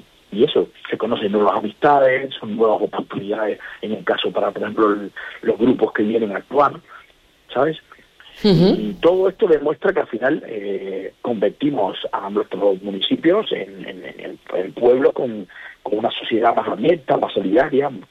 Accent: Cuba; now in Albacete, Spain; yo por ejemplo soy cubano, pero cuando ya me relaciono con muchas personas, por ejemplo desde el punto de vista administrativo, yo le digo que soy un albaceteño de Cuba

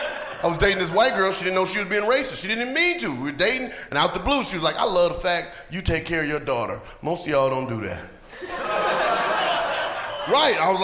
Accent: North Carolina, United States; also born or lived in Atlanta, United States; But I'm from the South. I'm from Atlanta, went to school in North, or from North Carolina, went to school in Atlanta.

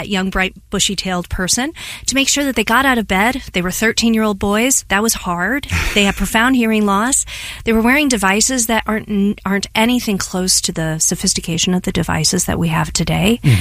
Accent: Ballwin, Missouri, United States; So I was lucky enough to go to Lutheran High School South in South County, Missouri, but I grew up in Ballin, so a bunch of my West County friends and I used to make the trek down south every single day.

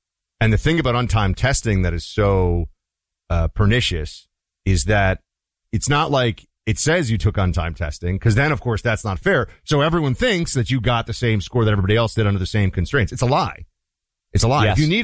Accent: New York City, New York, United States; I grew up in New York at the absolute peak of SAT prep frenzy

